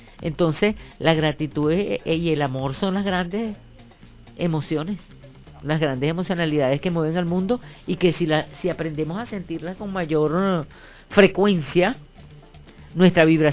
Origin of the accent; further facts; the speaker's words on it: Venezuela; soy venezolana y estoy aquí